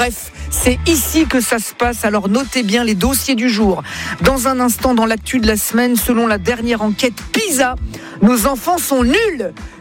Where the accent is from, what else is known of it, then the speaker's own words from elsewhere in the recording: Italy; Moi, je parle, je suis italien, moi. Je parle avec les mains, moi, tu le sais bien.